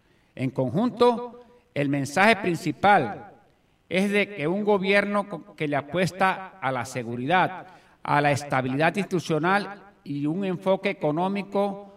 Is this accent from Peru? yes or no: no; Colombia; somos todos los colombianos